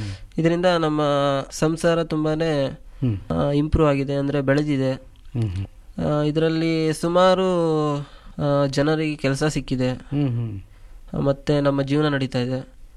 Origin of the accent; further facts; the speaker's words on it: Hallikere, Karnataka, India; ನನ್ನ ವಿದ್ಯಾಭ್ಯಾಸ ಎಲ್ಲ ಅಲ್ಲೇ ನಮ್ಮ ಹುಟ್ಟೂರಲ್ಲೇ ಆಗಿದೆ ಸರ್.